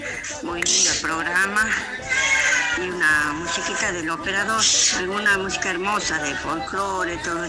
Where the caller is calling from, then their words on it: Tucumán, Argentina; del Ingenio San Juan.